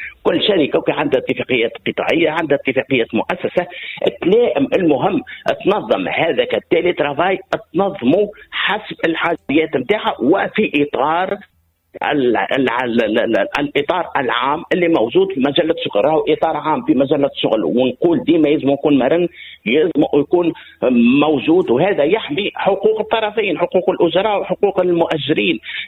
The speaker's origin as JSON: {"language": "Arabic", "country": "Tunisia", "said": "وزاد ما شوف احنا عندنا في تونس حاجة يلزم نقروا بها"}